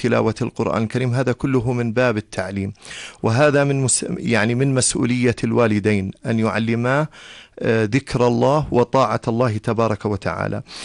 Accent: Jordan; وعلى أهل بلدنا الأردن الغالي على قلوبنا، كما أننا نبارك لجلالة سيدنا الملك عبد الله ولسمو ولي عهده ولكل العائلة الهاشمية ولكل شعبنا الشعب الأردني

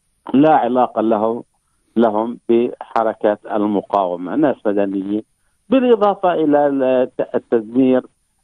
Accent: Palestine; بالنسبة لنا كفلسطينيين

